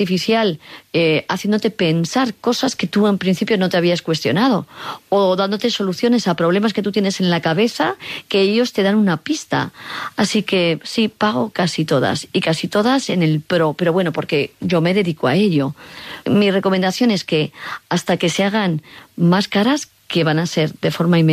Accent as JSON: {"language": "Spanish", "town": "Cuenca", "region": "Castilla-La Mancha", "country": "Spain", "lives_now": "Madrid, Spain", "said": "cuando vine yo aquí a estudiar, ¿no?, a Madrid, yo soy de Cuenca"}